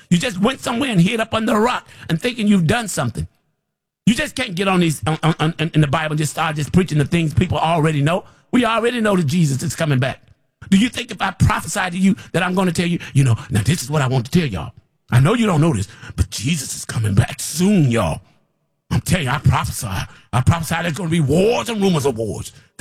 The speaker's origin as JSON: {"language": "English", "country": "United States", "said": "Like, I'm American."}